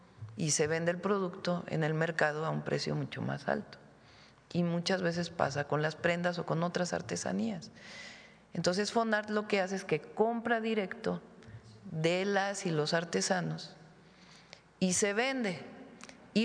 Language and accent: Spanish; Mexico City, Mexico; llegábamos a ir a Acapulco como familia chilanga de vacaciones